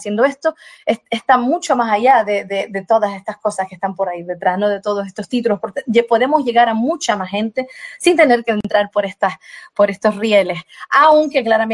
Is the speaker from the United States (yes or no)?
no; Brazil; Yo soy brasileña, de natural brasileña. Yo soy indígena.